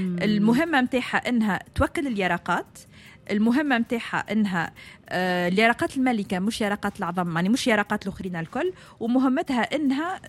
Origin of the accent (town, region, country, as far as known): Tunisia